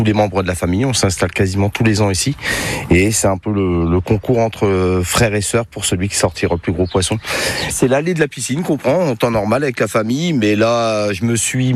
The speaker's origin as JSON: {"language": "French", "town": "Reims", "region": "Grand Est", "country": "France", "said": "Je suis de Reims, donc on n'est pas très loin."}